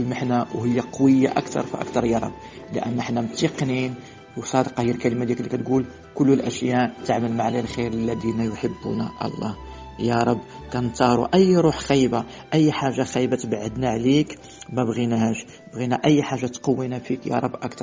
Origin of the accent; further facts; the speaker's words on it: Morocco; كنصليو صلاة من أجل بلادنا المغرب